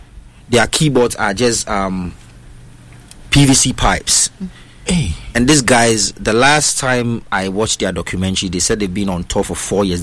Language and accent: English; Ghana; I'm Ghanaian